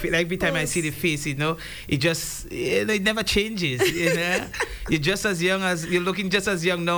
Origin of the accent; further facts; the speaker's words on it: Guelph, Ontario, Canada; my neighbor, as a young boy growing up in Guelph.